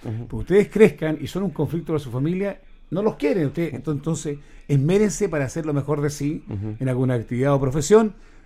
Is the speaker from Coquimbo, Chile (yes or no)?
no; Cabildo, Valparaíso, Chile; soy de Cabildo y del Bellavista.